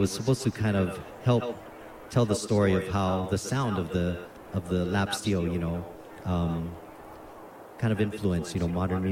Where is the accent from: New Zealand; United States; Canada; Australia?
United States; Hawaii; growing up in Hawaii